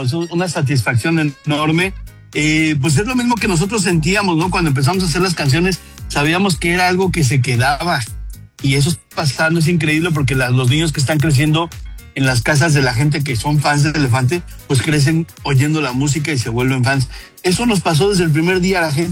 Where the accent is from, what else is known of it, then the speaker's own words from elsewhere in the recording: Mexico; Somos un grupo mexicano, la gente nos recibe con orgullo dentro y fuera del país.